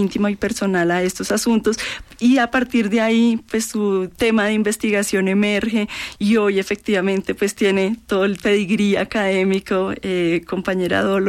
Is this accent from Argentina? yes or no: no; Colombia; nosotros y nosotras como colombianas